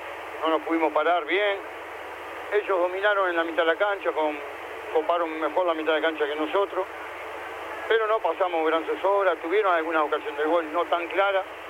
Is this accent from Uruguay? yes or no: yes; Montevideo, Uruguay; moved away; also born or lived in Rocha; yo soy de la ciudad, como dice la canción. Soy montevideano, pero mitad de mi vida tengo en el campo y la otra mitad en Rocha. Así que conozco bien el interior